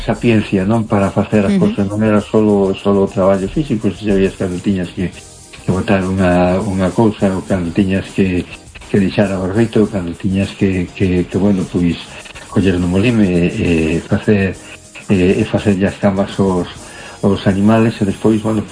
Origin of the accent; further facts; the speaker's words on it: A Coruña, Galicia, Spain; Buenas noches. … de Coruña.